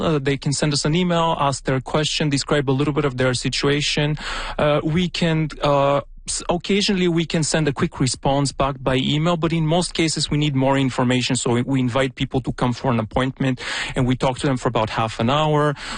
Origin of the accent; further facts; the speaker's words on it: Bulgaria; first language Bulgarian; English is a second language; my children who speak English and French, of course, also speak Bulgarian, which is my first language. And they're able to connect with friends and family in my home country, country of origin, Bulgaria.